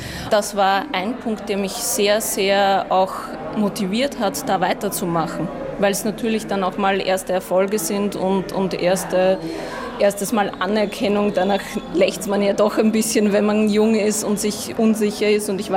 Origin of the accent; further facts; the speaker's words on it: Burgenland, Austria; Wie ich damals jugendlich war, ich bin im Burgenland aufgewachsen